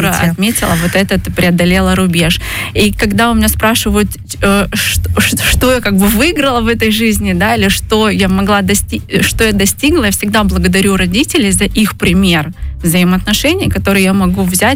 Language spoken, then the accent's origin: Russian; Crimea, Ukraine; Так как я родом из Крыма, и мы очень близко были с соседями, с крымскими татарами